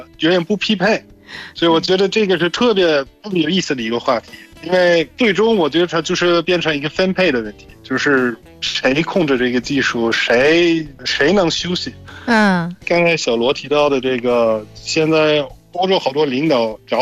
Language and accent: Chinese; Germany; Chinese is a second language; 谢谢大家，